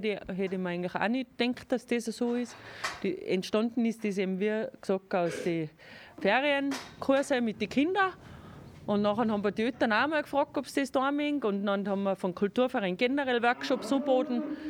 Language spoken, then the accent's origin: German; Bavaria, Germany; ohne meine Arbeit als Bayerin gab es wahrscheinlich auch die Kuhbilder nicht